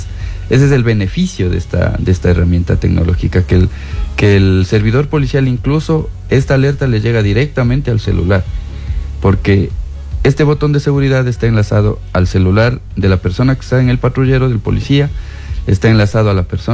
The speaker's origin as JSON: {"language": "Spanish", "country": "Ecuador", "said": "también somos ciudadanos, también somos ecuatorianos"}